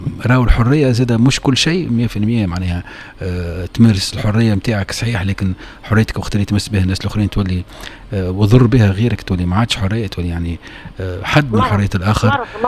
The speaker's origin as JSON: {"language": "Arabic", "country": "Tunisia"}